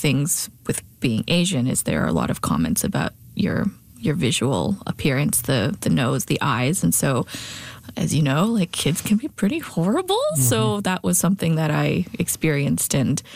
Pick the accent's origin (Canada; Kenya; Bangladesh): Canada; Saskatoon, Saskatchewan; I think, you know, growing up in Saskatoon in the early 90s